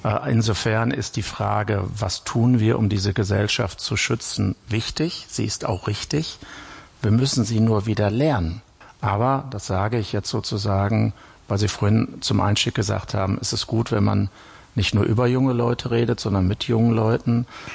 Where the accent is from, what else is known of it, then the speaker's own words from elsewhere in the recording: North Rhine-Westphalia, Germany; Ich komme aus dem Münsterland